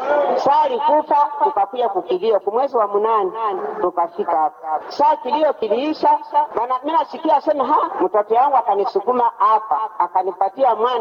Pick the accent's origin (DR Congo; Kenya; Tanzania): DR Congo; Goma, North Kivu; Nilikuya nilitoka Goma, mimi kwa mtu wa Goma.